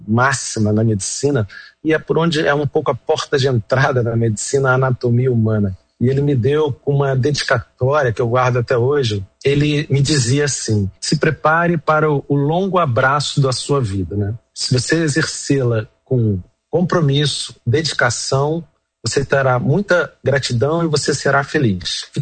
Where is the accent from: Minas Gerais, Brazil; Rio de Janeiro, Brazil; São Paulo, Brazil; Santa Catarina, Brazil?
Rio de Janeiro, Brazil; Eu sou carioca, nasci no Rio de Janeiro